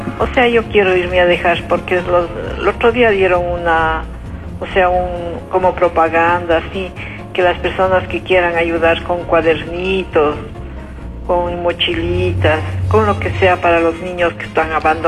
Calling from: Quito, Pichincha, Ecuador; De aquí, de Chillogallo.

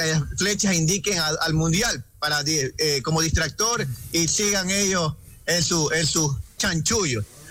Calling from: Ecuador; Soy ecuatoriano

